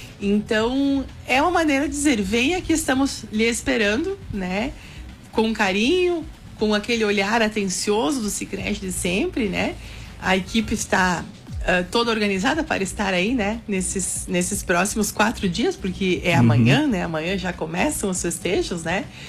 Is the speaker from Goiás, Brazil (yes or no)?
no; Rio Grande do Sul, Brazil; somos gaúchos